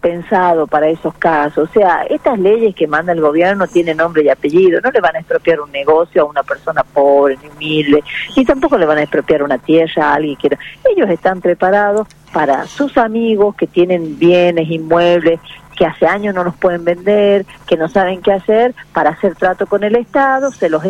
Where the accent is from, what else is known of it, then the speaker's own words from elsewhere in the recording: La Rioja, Argentina; nosotros como riojanos